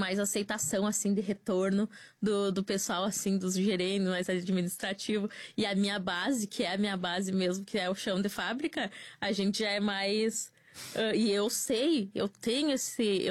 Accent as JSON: {"language": "Portuguese", "town": "Vacaria", "region": "Rio Grande do Sul", "country": "Brazil", "also_born_or_lived": "Caxias do Sul", "moved": "as an adult", "said": "Eu sou de Vacaria, mas no contexto dessa história já em Caxias do Sul."}